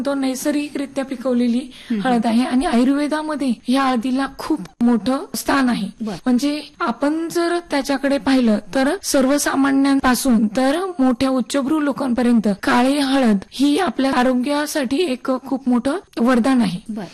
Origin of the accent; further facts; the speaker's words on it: Kalambe, Maharashtra, India; moved away as an adult; also born or lived in Pune / Manchar; now in Golegaon, Junnar taluka, India; माझं मूळ गाव आंबेगाव तालुक्यातील कळंबे आहे.